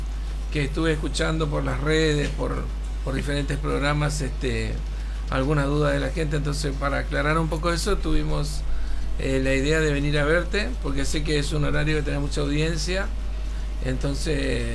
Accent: Corrientes, Argentina; now in Concordia, Argentina; yo soy correntino

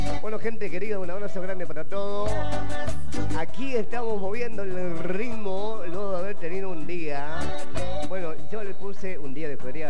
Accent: Argentina; now in San Pedro, Argentina; A mí me interesa mi país. Solamente vivo en San Pedro.

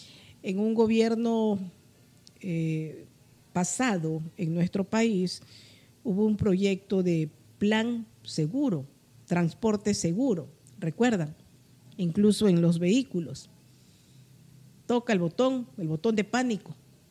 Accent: Guayaquil, Guayas, Ecuador; born there; now in Santa Elena, Ecuador; mi ciudad natal, mi querida

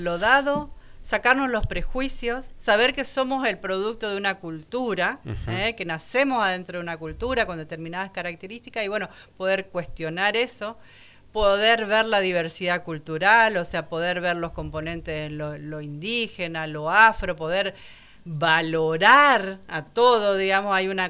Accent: Buenos Aires, Argentina; perdón porque soy porteño

